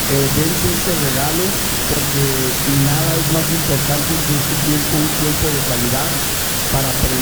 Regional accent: California, United States; vengo de la comunidad de Bequetín, California.

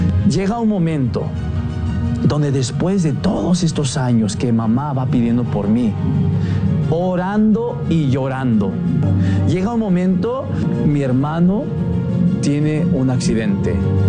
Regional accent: Riverside County, California, United States; nací en Estados Unidos, en el condado de Riverside, born and raised in Riverside County. He estado yo viviendo en la casa de formación misionera de Jesús Nazaret por ya 11 años.

